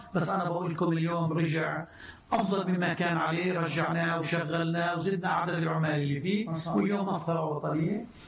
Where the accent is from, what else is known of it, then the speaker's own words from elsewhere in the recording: Palestine; انا كمواطن فلسطيني